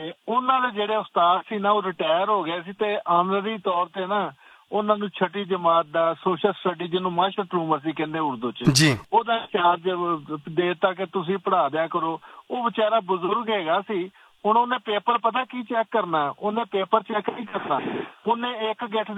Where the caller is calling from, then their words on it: Multan, Punjab, Pakistan; ਮੈਂ ਮੁਲਤਾਨ ਤੋਂ ਬਿਲੋਂਗ ਕਰਦਾ